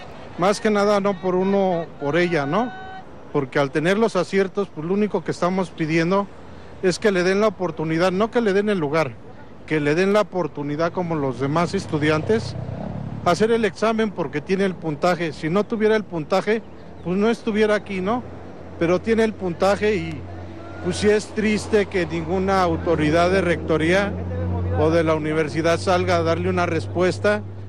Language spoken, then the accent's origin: Spanish; Chalco, State of Mexico, Mexico; Nosotros venimos de Chalco, del Estado de México.